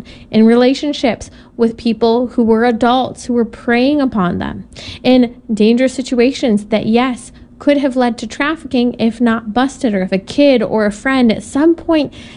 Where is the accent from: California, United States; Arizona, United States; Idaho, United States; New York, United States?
California, United States; I chose three states, my home state of California, Florida, and then Georgia